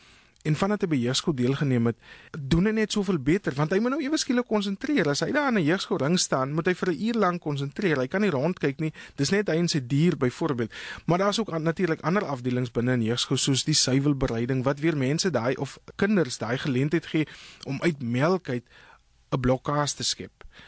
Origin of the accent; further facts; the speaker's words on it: Port Nolloth, Northern Cape, South Africa; ek het groot geword op die platteland, dorp met naam van Port Nollet. En ja, baie van my familie was in landbou gewees, hulle het geboer, my oupa het geboer, my ouma het geboer.